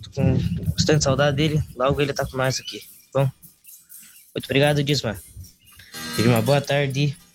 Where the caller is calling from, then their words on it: Castro, Brazil; sou daqui de Castro aqui.